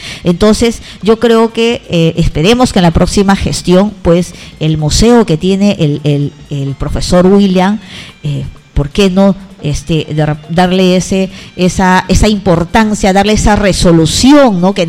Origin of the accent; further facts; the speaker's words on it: Sisa, San Martín, Peru; yo crecí acá en Sisa